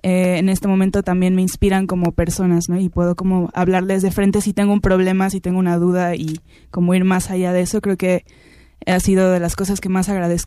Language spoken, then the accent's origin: Spanish; Xalapa, Veracruz, Mexico; Y a los 16 entré a la carrera de jazz en Jalapa. Yo soy de Jalapa.